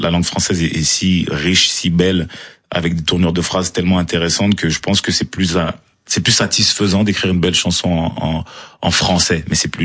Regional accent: Marseille, Provence-Alpes-Côte d'Azur, France; born there; Moi, je suis né quand même en 1996, je suis né à Marseille, donc ils arrivent à Paris, à Marseille, je crois

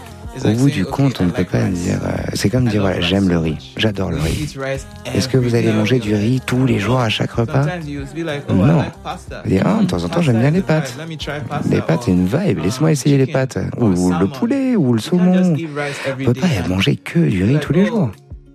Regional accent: Anambra, Nigeria; first language Igbo; French is a second language; Igbo. C'est ma langue maternelle au Nigeria. Ça vient du sud-est du Nigeria.

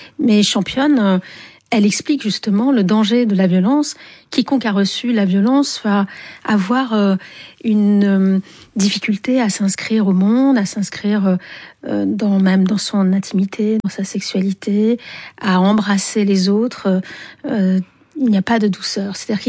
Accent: Algiers, Algiers Province, Algeria; je sais qu'à chaque fois on me raccorde à l'Algérie parce que j'ai grandi à Alger, qui était un pays très viril, masculin.

